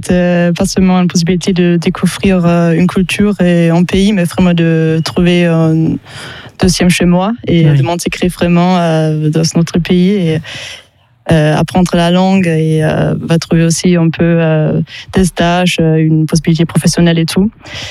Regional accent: Heidelberg, Baden-Württemberg, Germany; French is a second language; moved away as an adult; now in Montpellier, France; Moi, je viens d'Allemagne, j'ai 26 ans, et je suis venue à Montpellier en 2021 pour un Erasmus. Et après, je prolongeais mon Erasmus, je prolongeais, et je suis encore ici aujourd'hui, et je ne compte pas partir.

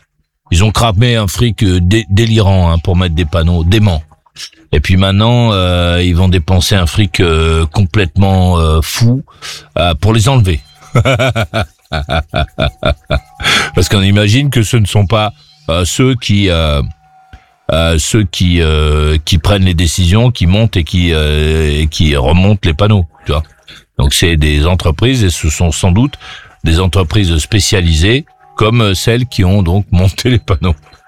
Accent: France

